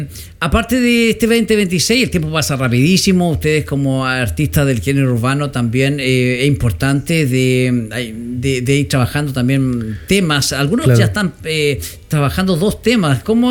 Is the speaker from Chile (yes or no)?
yes; Chile